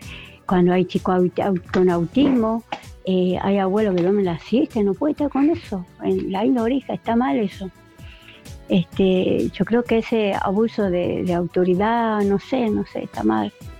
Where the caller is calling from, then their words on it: Salta, Argentina; de Salta.